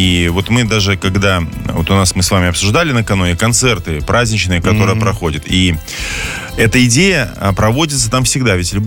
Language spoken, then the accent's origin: Russian; Belarus; мы, белорусы, тогда первый раз голосовал, мы, белорусы, утвердили этот праздник.